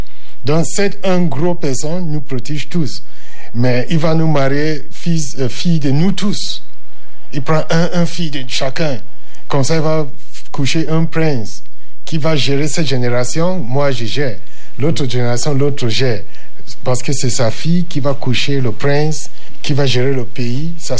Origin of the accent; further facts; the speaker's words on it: Mankon, Northwest Region, Cameroon; Moi je suis un de Mankon. Ça, c'est le genre qui sont restés, des Camerounais maintenant, des Bantous du Cameroun.